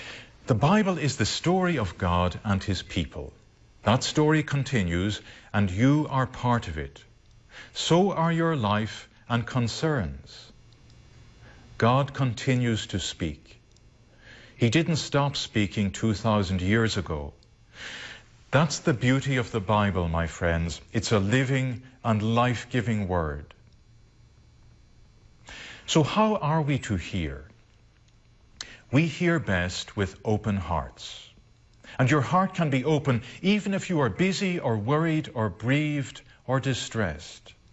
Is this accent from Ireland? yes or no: yes; Ireland; Growing up in Ireland